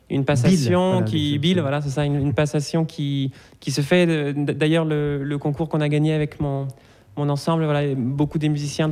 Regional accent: Angers, Pays de la Loire, France; Oui, voilà. Moi, j'ai grandi à Angers.

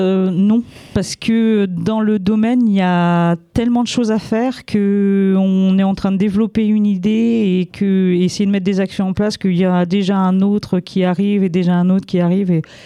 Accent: Pays de la Loire, France; moved away as an adult; now in Laval, France; Moi, je suis de Loire-Atlantique et je comptais pas quitter ma Loire-Atlantique.

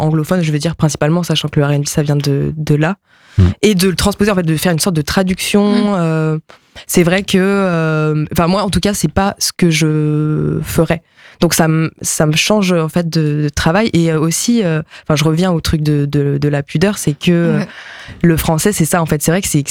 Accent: Pays de la Loire, France; first language Japanese; also born or lived in Belgium; il me semble que j'ai commencé à parler japonais d'abord. C'était vraiment ma langue maternelle, mais en fait, mes parents étaient en Belgique, ils ont bougé à Nantes, à côté de Nantes quand j'avais 4 ans. Donc oui, j'ai vraiment grandi.

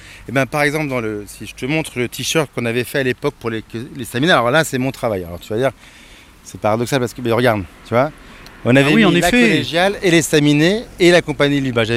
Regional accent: Paris, Île-de-France, France; Et moi je venais de Paris, donc il y avait beaucoup à Paris, c'était facile.

